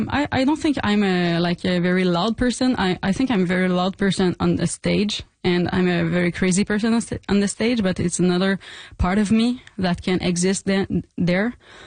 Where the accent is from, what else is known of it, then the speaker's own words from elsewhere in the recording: Quebec, Canada; now in Montreal, Canada; I'm from Gaspésie, which oh, yeah. is pretty far from Montreal, but I'm living in Montreal since like 10 years.